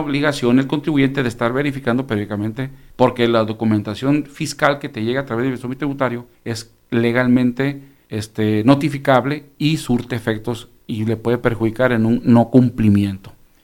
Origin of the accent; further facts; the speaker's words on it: Mexico; de nosotros como mexicanos